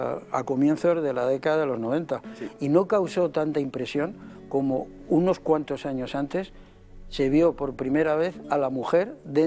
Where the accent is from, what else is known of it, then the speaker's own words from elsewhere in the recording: Madrid, Community of Madrid, Spain; born there; Pero como yo soy español y nacido en Madrid, en piso con asistencia de comadrona, pues son mis Fuerzas Armadas.